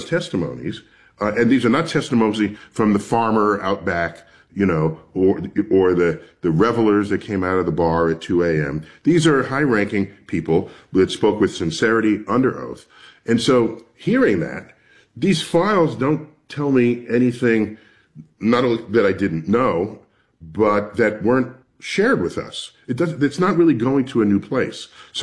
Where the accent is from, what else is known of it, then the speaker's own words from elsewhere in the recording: New York City, New York, United States; a first visit to my local planetarium, born and raised in New York City.